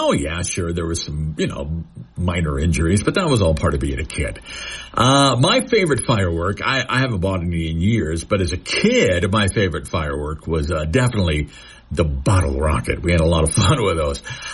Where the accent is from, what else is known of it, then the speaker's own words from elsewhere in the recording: the South, United States; moved away; I grew up in the South, and fireworks, big part of what we do.